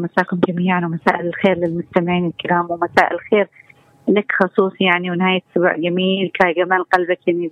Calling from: Yemen; نحن كمجتمع يمني

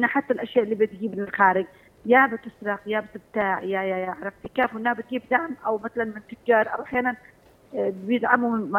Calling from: Yemen

